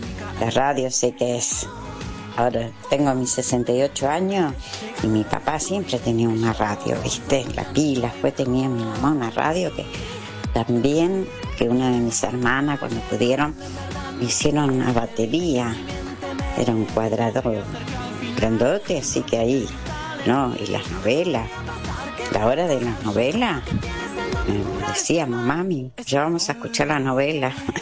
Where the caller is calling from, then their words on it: Lomas de Zamora, Buenos Aires Province, Argentina; de Loma Zamora.